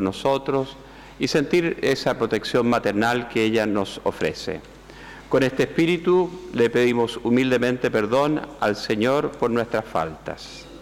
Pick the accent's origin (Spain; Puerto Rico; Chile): Chile; hoy como chilenos también nos acercamos